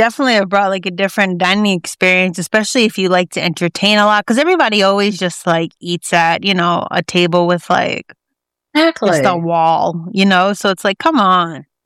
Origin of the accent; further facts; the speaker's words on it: Texas, United States; My family, I'm from Texas, and my family had a farm in Central Texas.